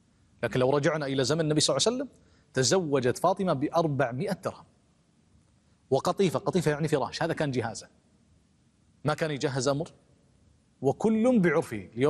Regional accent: Kuwait; وعندنا بالكويت

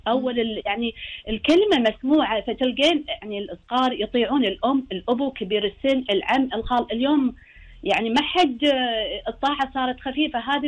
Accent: Kuwait; القيم الدينية عندنا بالكويت متوازنة وثابتة

